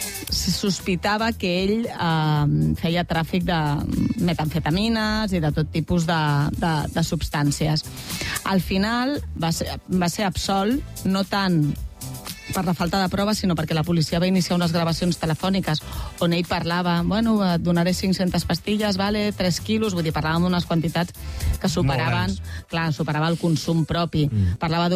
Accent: Catalonia, Spain; Com som els catalans

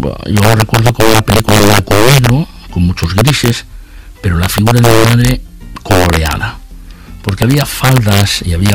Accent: Camporrells, Aragon, Spain; era como una actriz real en color en aquella película de blanco y negro que se rodaba cada día en mi pueblo, en Camporrell.

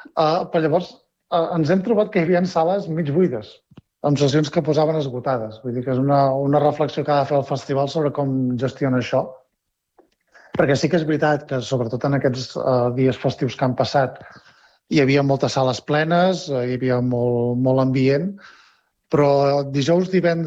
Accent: Catalonia, Spain; sobretot qui vingui de fora, com és el nostre cas, no? Jo en el meu cas vinc del Ripollès

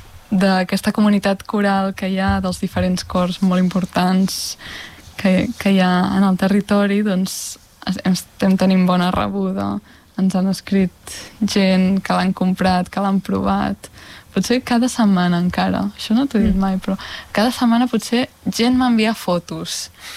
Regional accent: Terrassa, Catalonia, Spain; Jo soc de Terrassa, tu ets de Tarragona

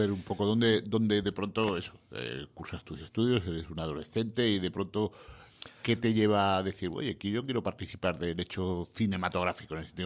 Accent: Bilbao, Basque Country, Spain; Me crié en Bilbao y que soy andaluz

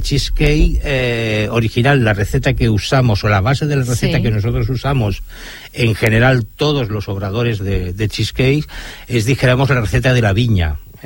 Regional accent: Sant Boi de Llobregat, Catalonia, Spain; San Boi, mi pueblo

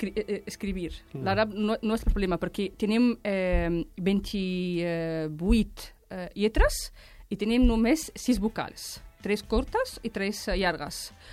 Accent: Ghardimaou, Jendouba Governorate, Tunisia; Catalan is a second language; also born or lived in Oviedo; now in Barcelona, Spain; És una estació de tren que està entre el meu poble i Argèlia.

